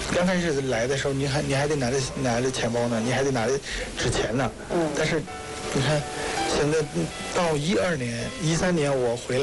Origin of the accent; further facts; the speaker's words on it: Myanmar; 我们缅甸那边的这个潜意识里边，卖花不可能有这么大